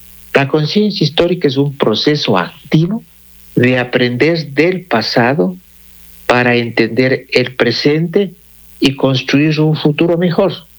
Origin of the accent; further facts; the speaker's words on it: Ecuador; Nos identificamos como ecuatorianos ahí.